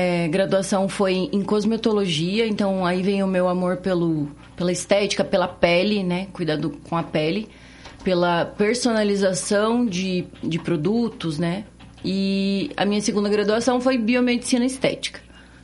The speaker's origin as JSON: {"language": "Portuguese", "town": "Curitiba", "region": "Paraná", "country": "Brazil", "tie": "born or raised there", "said": "Eu sou nascida em Curitiba, nascida e criada em Curitiba."}